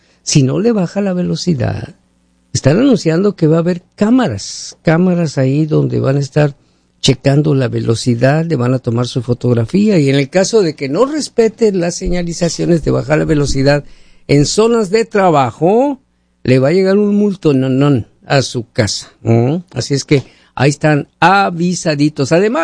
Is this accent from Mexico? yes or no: yes; Mexico; now in Seattle, United States; allá en mi ciudad